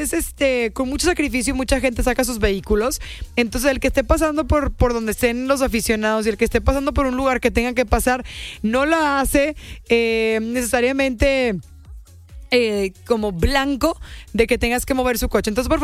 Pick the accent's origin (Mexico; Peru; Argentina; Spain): Mexico; nosotros como mexicanos